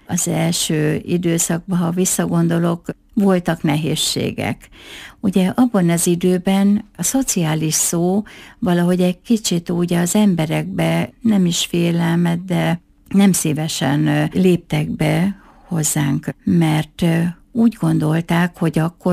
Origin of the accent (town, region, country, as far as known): Jász-Nagykun-Szolnok, Hungary; born there; moved away as an adult; now in Miskolc, Hungary